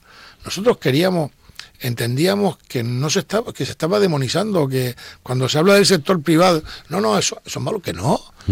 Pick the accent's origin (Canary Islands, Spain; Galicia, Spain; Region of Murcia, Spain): Canary Islands, Spain